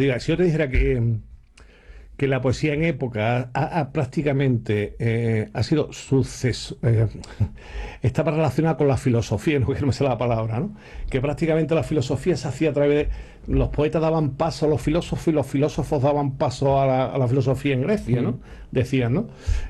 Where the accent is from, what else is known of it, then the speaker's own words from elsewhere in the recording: Andalusia, Spain; Nosotros, como andaluces que somos y donde vivimos, tenemos la suerte de que nuestra tierra sea una tierra de grandes poetas.